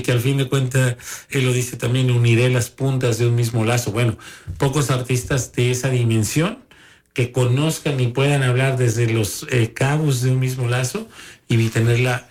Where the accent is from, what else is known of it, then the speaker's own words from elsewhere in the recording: Xalapa, Veracruz, Mexico; yo nací prácticamente en el Callejón del Diamante. Ajá. Y viví ahí en varias, bueno, primero hasta los 18 años.